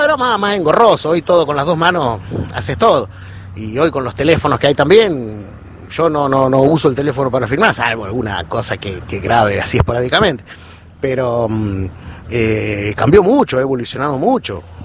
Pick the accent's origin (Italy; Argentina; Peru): Argentina; Villa Cañas, Santa Fe; moved away as an adult; now in Villa Mercedes, Argentina; Yo nací en Villa Cañas, provincia de Santa Fe. Mirá. El pueblo de Mirta Legrand, me dicen algunos. Sí, también, pero me vine acá. Yo soy más mercedino que santafesino